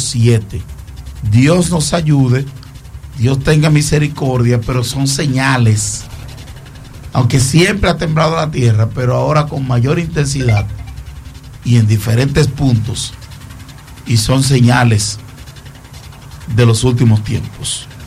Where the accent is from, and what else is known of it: Dominican Republic